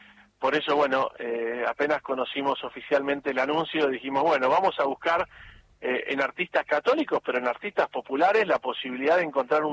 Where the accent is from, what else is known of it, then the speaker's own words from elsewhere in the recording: Argentina; que trataremos que nos identifique como pueblo, como iglesia, como argentinos